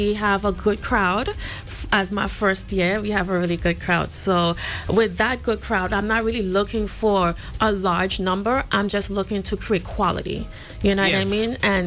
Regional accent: Gouyave, Saint John, Grenada; I am from Grenada, Guave, to be precise.

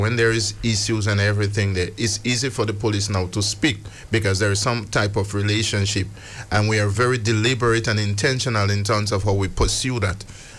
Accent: Trinidad & Tobago; born there; I'm Trinidadian by birth, so I'm celebrating it all around.

